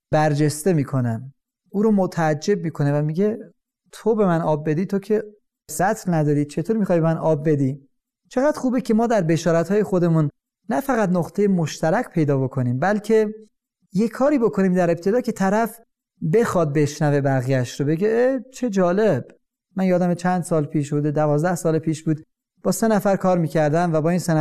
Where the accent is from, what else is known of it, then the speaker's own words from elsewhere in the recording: Iran; moved away; منم ایرانی هستم